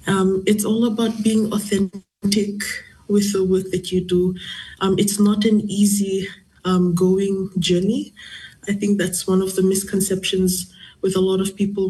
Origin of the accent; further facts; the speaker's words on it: Fiji; I'm from the Matangali Naingoro, Yavusanayamunu, Viwambaltai level.